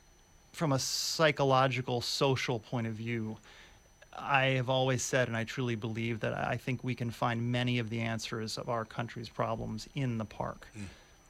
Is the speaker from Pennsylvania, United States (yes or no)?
no; New York City, New York, United States; My background, I grew up in Brooklyn.